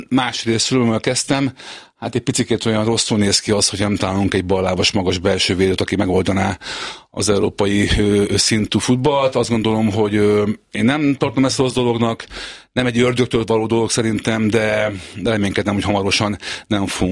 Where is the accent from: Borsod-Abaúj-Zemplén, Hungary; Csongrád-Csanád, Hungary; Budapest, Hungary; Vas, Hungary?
Budapest, Hungary; born there; also born or lived in Győr; mert Győrött születtem. Sajnos nem mostanában, 51 évvel ezelőtt, bár korán fölkerültem Budapestre egészen kiskoromban, de játszottam is Győrött